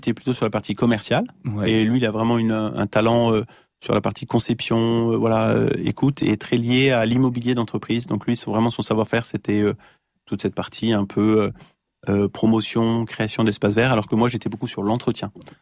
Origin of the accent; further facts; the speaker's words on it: Auvergne-Rhône-Alpes, France; parce que on est aussi de la Savoie, et donc en Savoie, j'ai toujours abattu les arbres